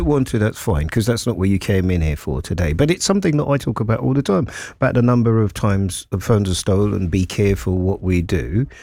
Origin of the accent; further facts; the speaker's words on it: London, United Kingdom; And I'm a Londoner.